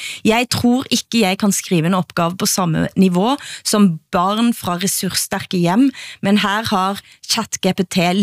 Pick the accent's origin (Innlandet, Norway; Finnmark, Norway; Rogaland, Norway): Rogaland, Norway; Erfjord; Borges og Erfjord, der jeg kommer fra